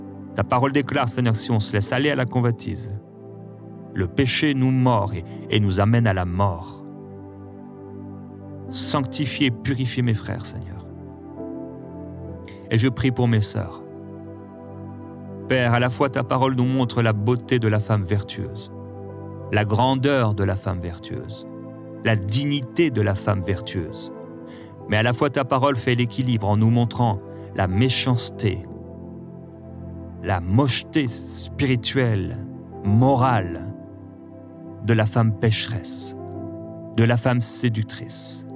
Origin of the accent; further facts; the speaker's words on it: France; born there; moi-même, je suis né en France